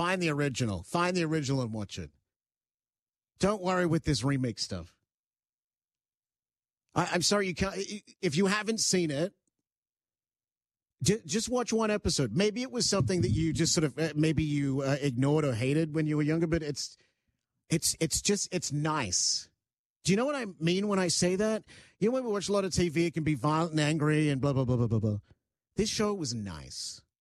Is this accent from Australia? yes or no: yes; Australia; moved away as an adult; Because I grew up in Australia before moving here when I was in my late 20s.